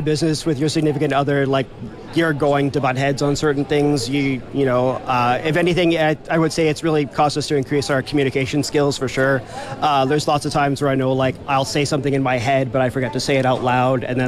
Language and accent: English; Winkler, Manitoba, Canada; we're local. We're from Winkler.